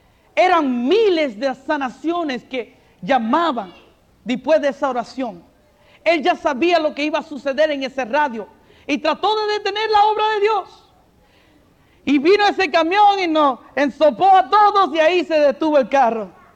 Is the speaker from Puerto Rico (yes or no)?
yes; Barranquitas, Puerto Rico; moved away; Yo me crié en Barranquitas. O sea, corrí por todo eso por allí.